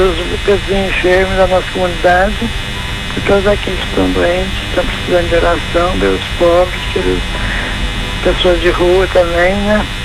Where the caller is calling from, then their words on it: Aparecida, São Paulo, Brazil